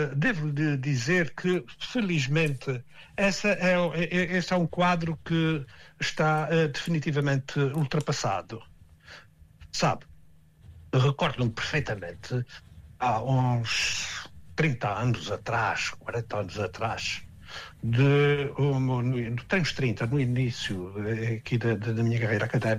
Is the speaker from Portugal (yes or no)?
yes; Portugal; nós, portugueses